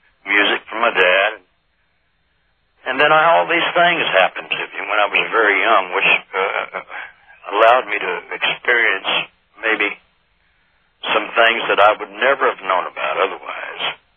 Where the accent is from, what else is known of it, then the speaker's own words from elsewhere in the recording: California, United States; I'm from California, and just happened to be in Tennessee tonight.